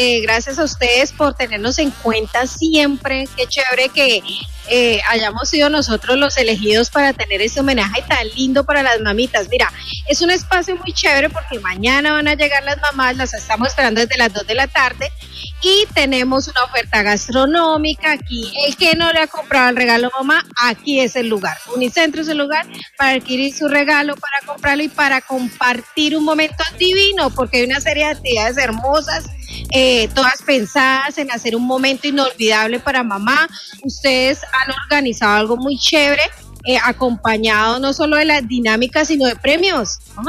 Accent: Villavicencio, Meta, Colombia; yo soy de Villavicencio

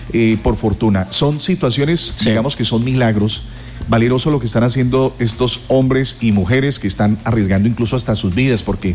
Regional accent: Colombia; Todos somos colombianos

